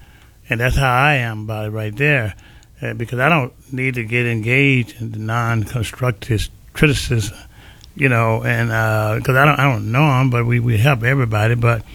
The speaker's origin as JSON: {"language": "English", "region": "the South", "country": "United States", "tie": "born or raised there", "said": "I'm from the Jim Crow days, and down south we were told what to do. We couldn't do nothing unless we were told what to do, all right? And so I always said once, Lord bless me to get from down south"}